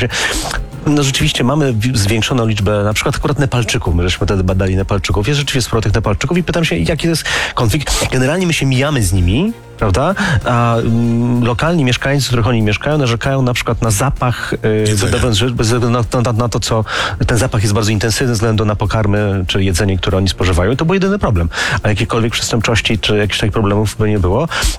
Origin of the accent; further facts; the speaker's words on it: Warsaw, Masovian Voivodeship, Poland; jeżeli rozmawiamy w Warszawie, obydwa jesteśmy z Warszawy